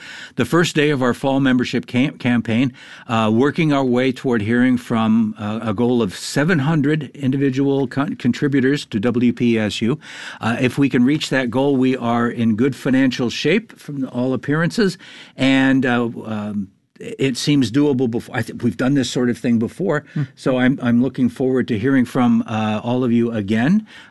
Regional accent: Pennsylvania, United States; I'm from Pennsylvania, and I get the geography and the topography

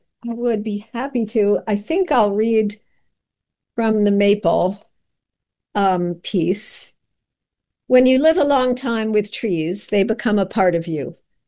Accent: East Coast, United States; now in Pittsburgh, United States; I came from the East Coast. My husband is the Pittsburgher. And I think I always thought maybe I'd go back at some point.

